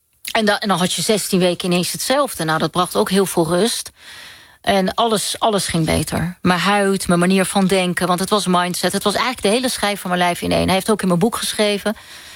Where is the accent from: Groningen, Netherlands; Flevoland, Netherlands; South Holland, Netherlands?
South Holland, Netherlands; The Hague; Ja, en daarna zei ik altijd, ik ben geen Nederlander, maar wel een Hagenees. Dus ik heb wel verschillende invloeden en verschillende identiteiten.